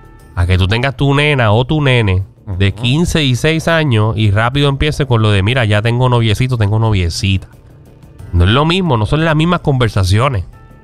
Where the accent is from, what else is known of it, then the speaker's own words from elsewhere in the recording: Levittown, Toa Baja, Puerto Rico; Por eso somos de Levitown.